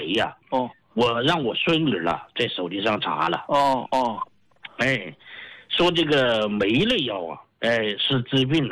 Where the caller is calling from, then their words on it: Chongqing, China; 哎，我是重庆的一个人呢、